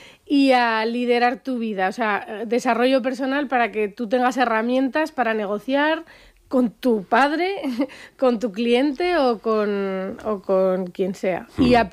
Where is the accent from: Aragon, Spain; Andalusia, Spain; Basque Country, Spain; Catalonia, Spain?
Aragon, Spain; Leciñena; Porque en mi pueblo a las chicas se les llama galán, galana.